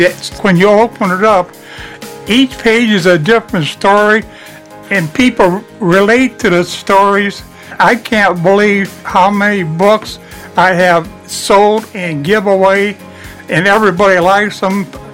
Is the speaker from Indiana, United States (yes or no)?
yes; Lake County, Indiana, United States; moved away as an adult; now in Starke County, Indiana, United States; Basically, born and raised in Lake County, Indiana.